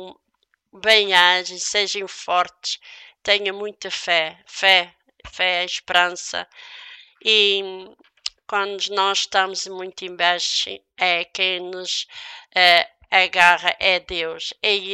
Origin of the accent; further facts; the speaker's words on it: Madeira, Portugal; também para a Ilha da Madeira, para a minha terra natal